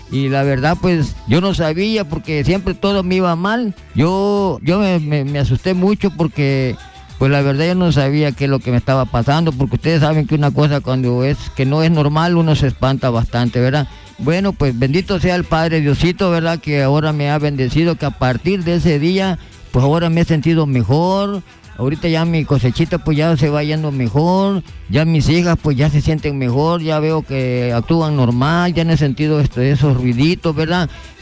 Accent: Nicolás Bravo, Mexico; acá donde yo vivo, yo vengo de Nicolás Bravo, y quiero darles los testimonios. Soy un campesino

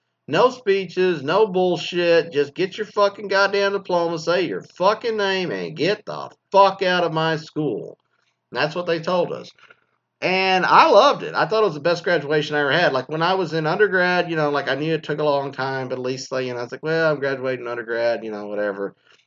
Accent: Mesquite, Texas, United States; I was from Mesquite High School.

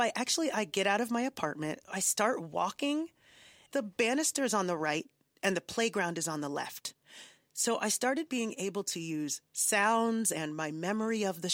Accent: Nigeria; now in New York, United States

